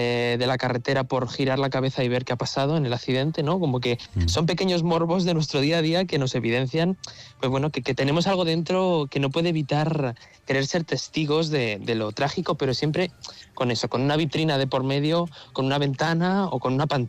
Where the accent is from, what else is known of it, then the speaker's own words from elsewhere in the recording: Madrid, Community of Madrid, Spain; yo soy de Madrid